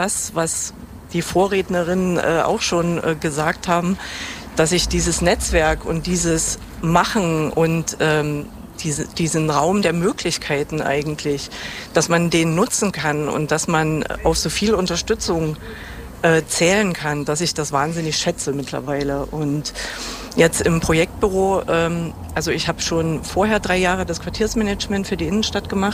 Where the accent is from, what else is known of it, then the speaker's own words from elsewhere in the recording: Zeitz, Saxony-Anhalt, Germany; moved away; Ich bin in Zeitz aufgewachsen, also ich habe auch die Erinnerung noch an das alte Zeitz, sage ich jetzt mal, und war auch lange Zeit nicht mehr hier gewesen, hatte nur noch familiär Kontakt